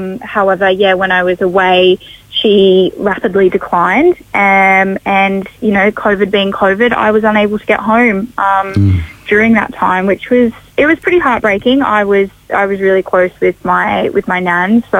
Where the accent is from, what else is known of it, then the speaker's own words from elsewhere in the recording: Tasmania, Australia; moved away; also born or lived in United Kingdom; I'm from Tassie originally. And when she passed, I was actually living overseas in the UK.